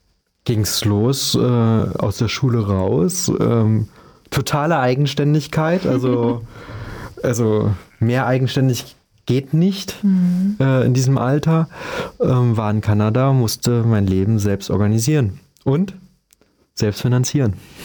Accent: Germany

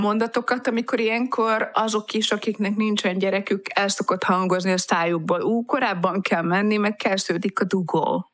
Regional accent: Budapest, Hungary; mert hogy budapesti lévén, és nem akarok ezzel semmi extrát mondani, csak budapesti lévén

